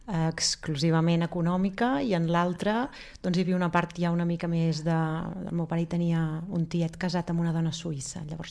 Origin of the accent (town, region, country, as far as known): Manresa, Catalonia, Spain; born there; Catalan is a second language